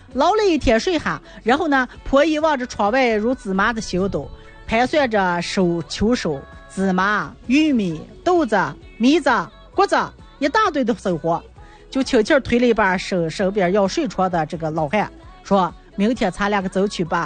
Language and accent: Chinese; Shaanxi, China; 这就是咱陕北方言的特点和魅力之处